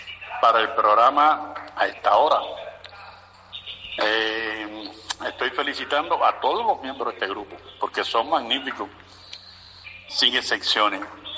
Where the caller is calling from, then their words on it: Havana, Cuba; Yo los escucho todos los días desde el Vedado de La Habana, porque soy yo es del Vedado.